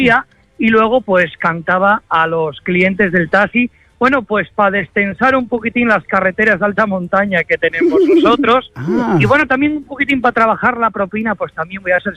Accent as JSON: {"language": "Spanish", "town": "Pola de Lena", "region": "Asturias", "country": "Spain", "tie": "born or raised there", "said": "el taxista coplero de Pola de Lena de Asturias, la puerta de Asturias y el mi pueblo natal."}